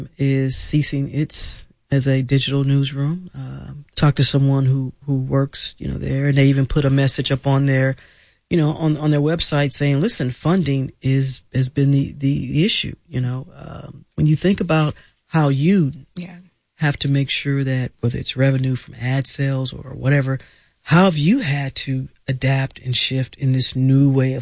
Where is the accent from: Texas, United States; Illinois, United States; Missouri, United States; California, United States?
Missouri, United States; St. Louis; I grew up in St. Louis, where we used to get the St. Louis Argus.